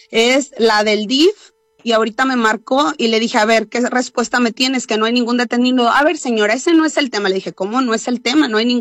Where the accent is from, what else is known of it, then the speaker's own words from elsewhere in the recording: Ciudad Mante, Tamaulipas, Mexico; yo no soy de Madero, yo soy de Mante